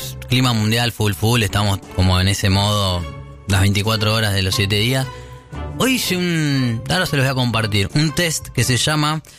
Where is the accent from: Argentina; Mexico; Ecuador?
Argentina; somos recontra argentos.